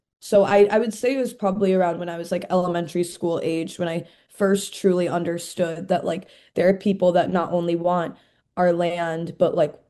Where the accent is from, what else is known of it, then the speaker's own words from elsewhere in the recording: Palestine; I remember telling kids I was Palestinian, and they'd always go, you mean Pakistani, right?